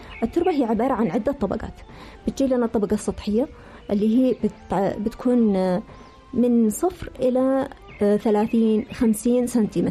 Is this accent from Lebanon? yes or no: no; Yemen; عندنا في بلادنا اليمن